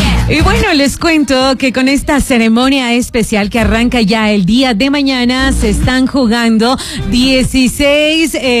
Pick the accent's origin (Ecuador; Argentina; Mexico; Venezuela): Ecuador; cuando tengamos que jugar como ecuatorianos